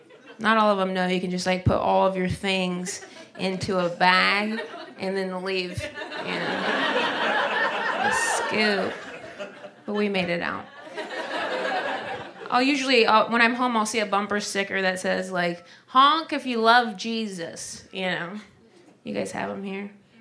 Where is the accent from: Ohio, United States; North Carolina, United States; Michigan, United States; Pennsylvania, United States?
Ohio, United States; Whenever I'm home in Ohio, I'm from Ohio, so...